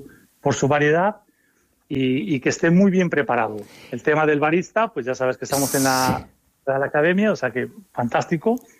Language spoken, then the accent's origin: Spanish; Mexico; moved away; en México, una vez en mi tierra